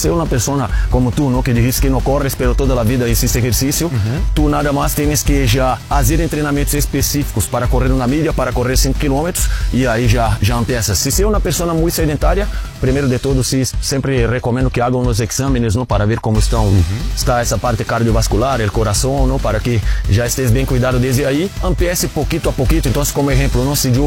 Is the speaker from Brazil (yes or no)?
yes; Brasília, Federal District, Brazil; Spanish is a second language; moved away as an adult; now in Mexico City, Mexico; yo soy de Brasilia, ¿no? La capital de Brasil, estamos a 1,100 metros de altitud, que es menos de la mitad de México. Afortunadamente, allá también tiene un clima parecido con aquí, muy árido.